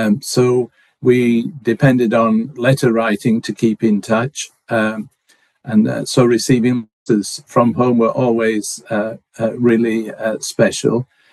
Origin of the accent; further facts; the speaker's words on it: Barnsley, Yorkshire and the Humber, United Kingdom; Hudson Taylor, who came from my hometown